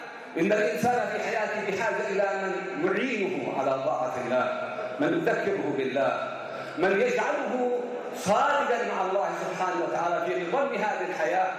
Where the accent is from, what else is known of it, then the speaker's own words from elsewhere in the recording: Yemen; نحن كشعب يمني والحمد لله في ضريعة الشعوب التي تحتفي بميلاد رسول الله